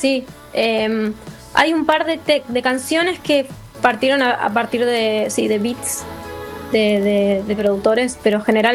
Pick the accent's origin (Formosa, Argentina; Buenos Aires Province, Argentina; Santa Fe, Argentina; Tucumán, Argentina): Buenos Aires Province, Argentina; Burzaco; also born or lived in Saavedra, Buenos Aires; now in Caballito, Buenos Aires, Argentina; crecí en Bursaco bastante y en Saavedra.